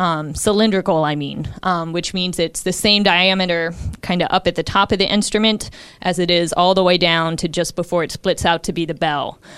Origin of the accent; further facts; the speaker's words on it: Midwest, United States; moved away as an adult; also born or lived in Wisconsin; now in Pittsburgh, United States; undergrad, which I did back in Wisconsin, I'm from the Midwest